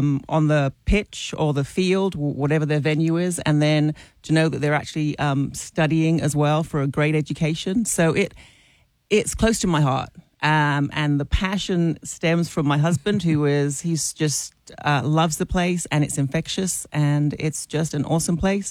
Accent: London, United Kingdom; now in Arkansas, United States; So, I mean, I'm a transplant to Arkansas. I'm from London originally, if you couldn't tell.

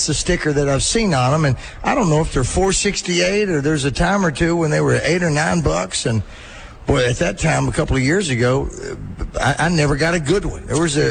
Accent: Hot Springs, Arkansas, United States; Growing up in Hot Springs, I saw Bill Clinton's house.

